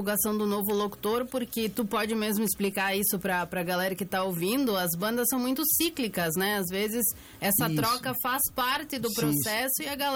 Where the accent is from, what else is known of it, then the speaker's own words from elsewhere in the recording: Progresso, Rio Grande do Sul, Brazil; eu sou de Progresso